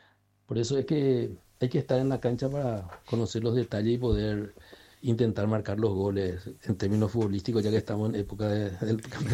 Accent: Paraguay; moved away as an adult; now in Taiwan; nosotros somos obreros de Paraguay fuera del país

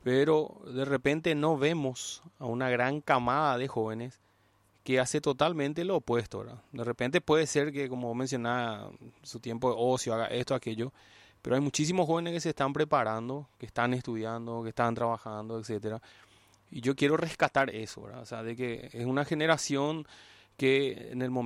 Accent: Paraguay; nos acostamos como españoles, el lunes 15 somos ya paraguayos, ya asumimos que somos paraguayos.

